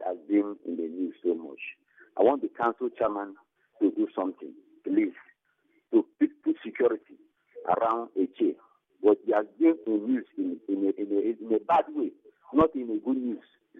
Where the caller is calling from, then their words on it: Rivers, Nigeria; I'm from River State.